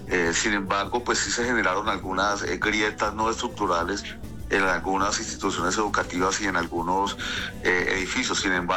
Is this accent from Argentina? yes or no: no; Colombia; que soy como colombiano